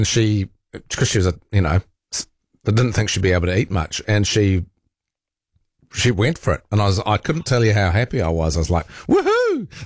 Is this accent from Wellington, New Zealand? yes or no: no; Rotorua, Bay of Plenty, New Zealand; So like I grew up in Rotorua. My parents built a house there.